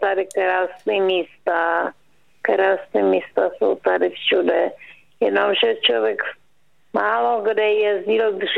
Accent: Jeseníky, Czechia; also born or lived in Valašsko; A Váchy, to je moje rodiště. Naši se přestěhovali po válce 45. na Jeseníky, tak jsem tam vyrůstala

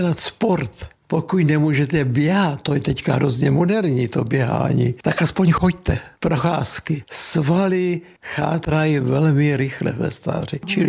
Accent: Hradec Králové, Hradec Králové Region, Czechia; A jsem rád, že jsem nakonec zakotvil ve svém rodném městě Hradci Králové

